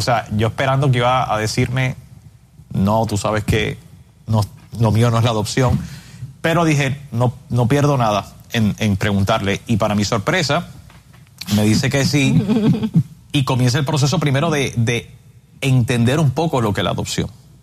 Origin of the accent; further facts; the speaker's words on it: Puerto Rico; moved away; como los dos somos de Puerto Rico